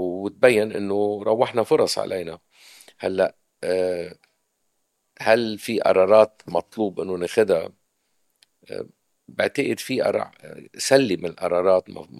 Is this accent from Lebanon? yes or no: yes; Lebanon; علينا كلبنانيين